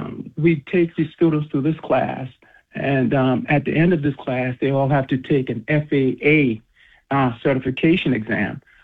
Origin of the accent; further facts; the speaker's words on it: Edisto Island, South Carolina, United States; I'm originally from Edisto Island and I went to Baptist Hill High School